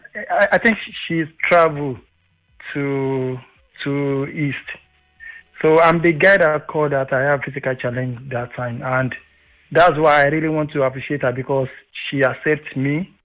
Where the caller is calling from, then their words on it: Ifo, Ogun, Nigeria; I'm calling from Ifo.